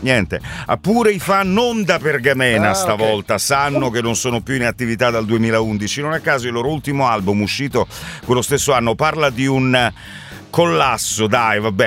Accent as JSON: {"language": "Italian", "town": "Rome", "region": "Lazio", "country": "Italy", "said": "Io da romano direi … però mi hanno sempre detto no, si dice"}